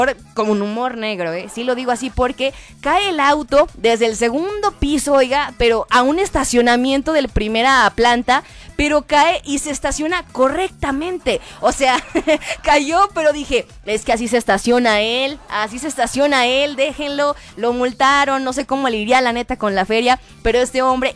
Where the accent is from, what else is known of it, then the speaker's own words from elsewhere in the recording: Mexico; eso hace que recordemos pues que somos mexicanos